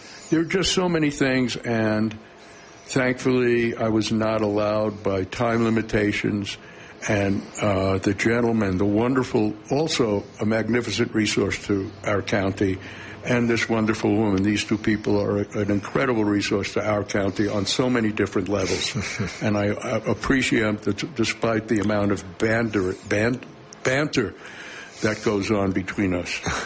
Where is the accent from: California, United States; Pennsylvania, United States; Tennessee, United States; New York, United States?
New York, United States; New York City; moved away; I grew up in New York City, in Brooklyn, New York, I was a little fat Jew boy from New York who listened to folk songs about working in the mine, lived in Greenwich Village